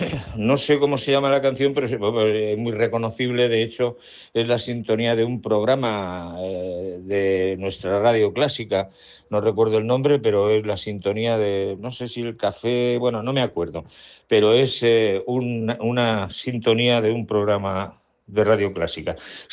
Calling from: Alicante, Valencian Community, Spain; de Alicante.

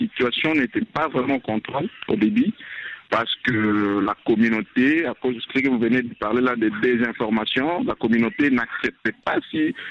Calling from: Bunia, Ituri, DR Congo; à Bounia, où je me trouve

